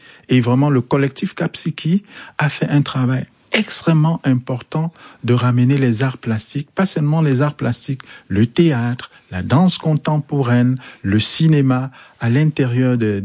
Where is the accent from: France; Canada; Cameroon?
Cameroon